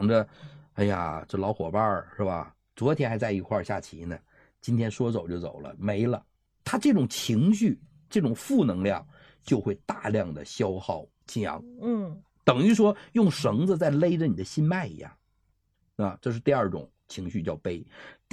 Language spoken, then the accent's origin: Chinese; China; 所以说，你看我们中国人最忌讳的